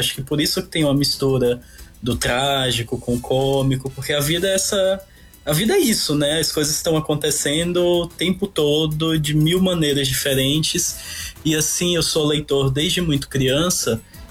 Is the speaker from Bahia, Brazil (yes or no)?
yes; Salvador, Bahia, Brazil; moved away as an adult; also born or lived in Belo Horizonte; now in São Paulo, Brazil; do meu bairro, que eu nasci lá em Salvador, que é um bairro de periferia, vivi lá a maior parte da minha vida, até 2019, quando eu mudei para Belo Horizonte, depois vim para São Paulo